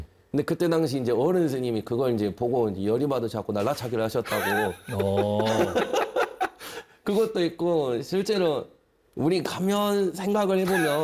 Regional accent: South Jeolla, South Korea; 그 제가 전라남도 사람이잖아요. 그럼 그 권역에서 아직까지 사는 경우가 더 많아요.

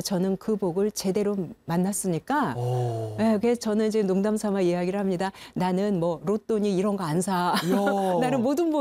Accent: Gangwon, South Korea; 그 당시에 종교는 제가 강원도, 고향이 강원도인데, 그 당시에 불교는 사실 우리가 지금 생각하는 불교하고는 전혀 다른 모습이었거든요.

